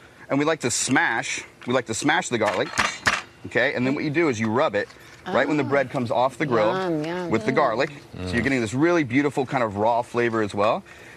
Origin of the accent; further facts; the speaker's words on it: Ohio, United States; I'm from Ohio originally.